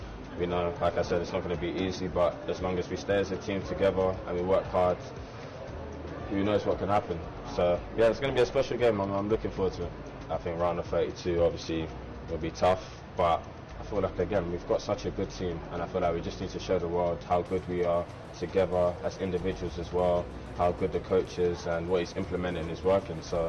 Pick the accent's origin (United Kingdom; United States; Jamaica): United Kingdom; England; born there; I see myself as a British Ghanaian. I feel like, obviously, being born in England, you're always going to have that title.